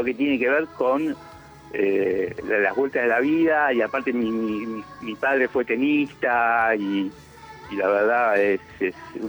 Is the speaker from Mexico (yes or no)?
no; Buenos Aires, Argentina; Villa Ortúzar.